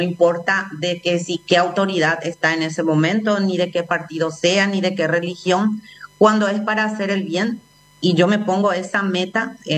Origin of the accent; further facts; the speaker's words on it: Fernando de la Mora, Central, Paraguay; también soy ciudadana de Fernando de la Mora.